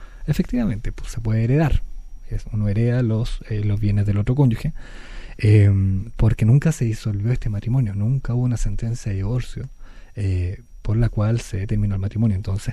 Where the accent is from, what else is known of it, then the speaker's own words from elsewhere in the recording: Puerto Montt, Los Lagos, Chile; also born or lived in Valparaíso; now in Maullín, Chile; Yo soy de Puerto Montt, pero estudié en Valparaíso